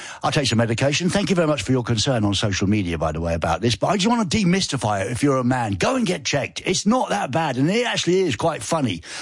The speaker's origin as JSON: {"language": "English", "region": "England", "country": "United Kingdom", "said": "You know, I'm an Englishman."}